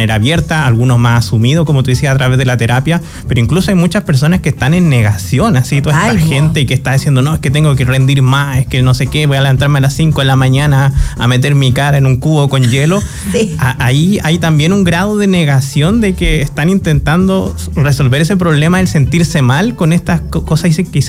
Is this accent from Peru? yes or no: no; Chile